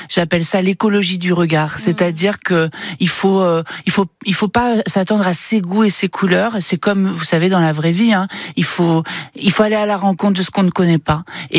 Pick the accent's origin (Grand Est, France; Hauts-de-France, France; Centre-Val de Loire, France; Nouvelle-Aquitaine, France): Nouvelle-Aquitaine, France; Moi, je viens du Limousin